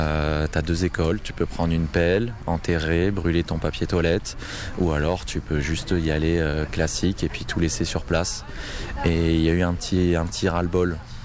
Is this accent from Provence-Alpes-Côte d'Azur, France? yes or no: yes; Provence-Alpes-Côte d'Azur, France; je viens de la Côte d'Azur